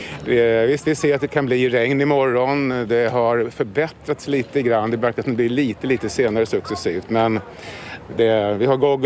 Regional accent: Sweden; hemma i Sverige och Stockholm framförallt.

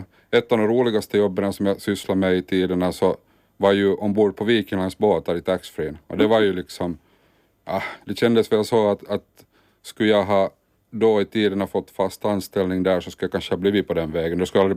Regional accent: Turku, Southwest Finland, Finland; när jag är född i Åbo och har bott där då, största delen av mitt liv.

